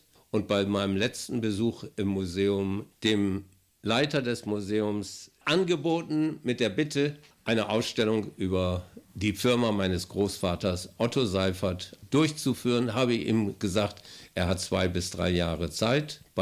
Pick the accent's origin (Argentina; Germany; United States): Germany; Altenburg, Thuringia; born there; Ich bin in Altenburg geboren. Meine Mutter ist aus Altenburg